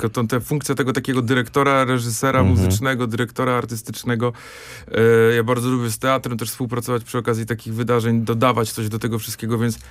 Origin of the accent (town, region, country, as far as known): Silesian Voivodeship, Poland